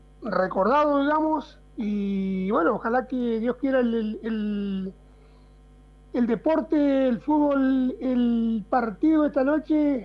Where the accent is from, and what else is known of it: Argentina